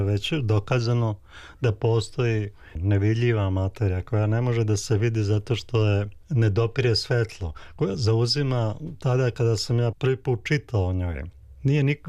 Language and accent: Serbian; Prijedor, Republika Srpska, Bosnia & Herzegovina; u ambijent u kojem sam ja odrastao. Ja sam iz Prijedora, imaju dve reke, i ta jedna reka manja, Gomjenica, koja izvire inače u Kočićevom kraju